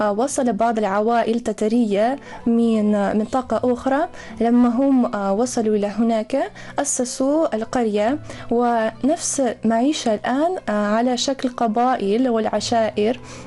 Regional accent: Russia; Arabic is a second language; أنا ترعرعت في العائلة المسلمية في قرية اسمها الأذان، وأعتقد أصله حتى أصم الاسم من لغة عربية، لأن فيها في هذه القرية في وسط روسيا حوالي 12 مسجد

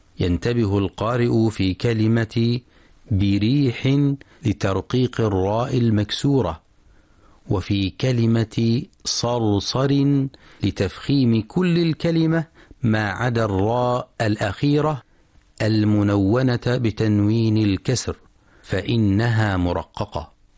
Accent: Oman; وعندنا في عمان من يغلظ اللام عند هذه الحروف

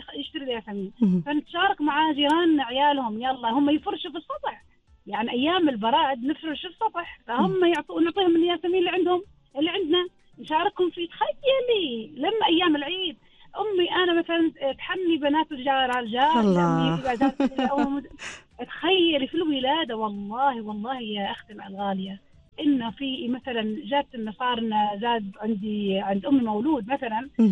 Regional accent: Muscat, Muscat Governorate, Oman; إحنا ولدنا في مسقط بالنفس. كانت تعرفي منطقة يسموها الصبارة أو الدلالين،

